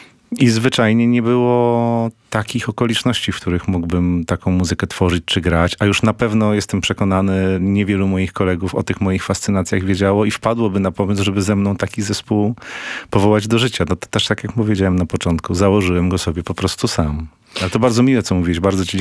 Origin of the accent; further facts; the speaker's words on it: Toruń, Kuyavian-Pomeranian Voivodeship, Poland; jestem z urodzenia i pochodzenia torunianinem.